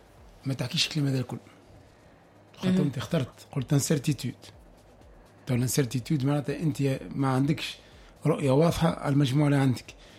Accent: Tunisia; تو باش نحكي تو كتونسي خاطر احنا تو عندنا مشكل نتاع ايدنتيتي

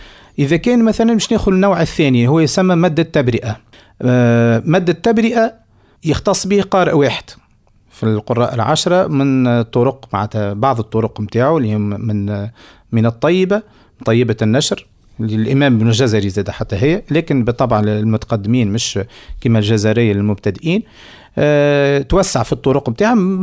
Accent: Tunisia; في بلادنا تونس

